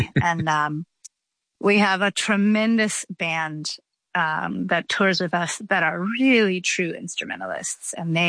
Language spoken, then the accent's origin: English; Georgia, United States; We grew up in Georgia, and our family, and our godparents, our neighbors, our community are all very deeply connected to the folk music traditions of Georgia